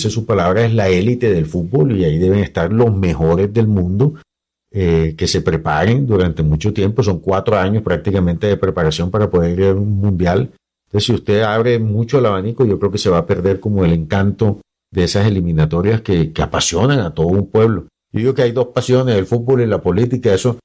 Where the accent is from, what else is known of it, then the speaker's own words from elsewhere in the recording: Santa Marta, Magdalena, Colombia; A ver, yo soy samario.